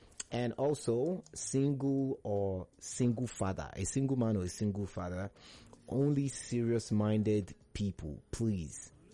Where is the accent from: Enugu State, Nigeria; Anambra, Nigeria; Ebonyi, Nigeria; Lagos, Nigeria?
Anambra, Nigeria; I'm from Anambra State. I'm fair in complexion, average in height.